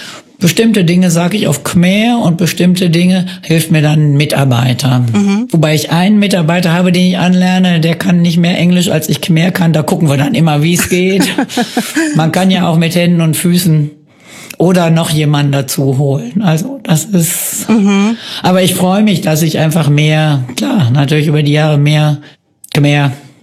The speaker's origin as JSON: {"language": "German", "country": "Germany", "moved": "as an adult", "lives_now": "Cambodia", "said": "Als Deutsche"}